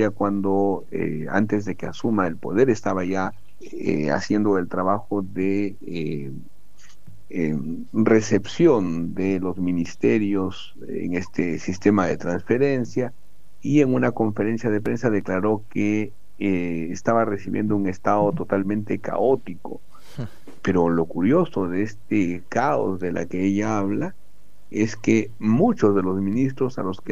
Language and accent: Spanish; Peru; lo que ocurre aquí en nuestra patria